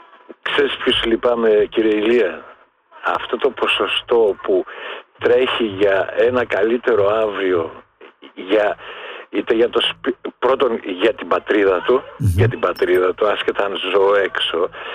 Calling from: Germany; από Γερμανία.

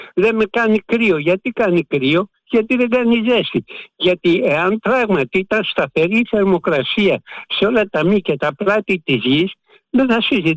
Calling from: Kallithea, Attica, Greece; είμαι από Καλυθέα

